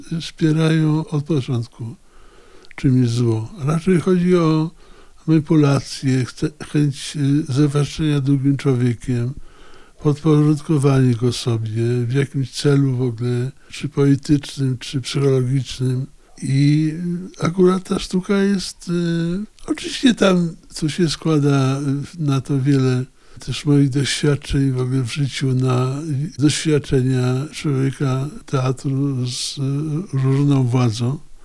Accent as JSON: {"language": "Polish", "town": "Białystok", "region": "Podlaskie Voivodeship", "country": "Poland", "tie": "born or raised there", "said": "ja się wychowałem w cieniu bardzo dobrego teatru lalkowego w Białymstoku."}